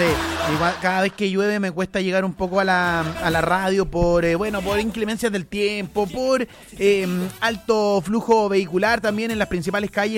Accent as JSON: {"language": "Spanish", "country": "Chile", "said": "Yo soy un chileno más en un país desigual."}